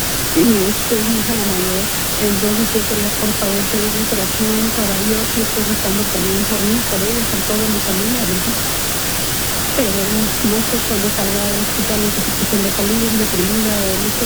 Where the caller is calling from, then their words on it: Illinois, United States; Desde Illinois, al lado de Chicago, por el sur de Chicago